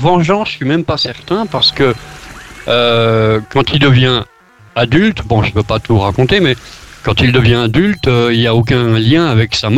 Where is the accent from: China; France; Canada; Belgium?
France; chez nous en France